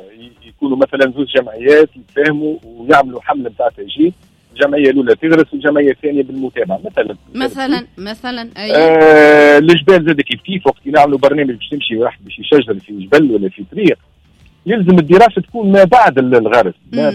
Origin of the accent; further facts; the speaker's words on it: Tunisia; عندنا في تونس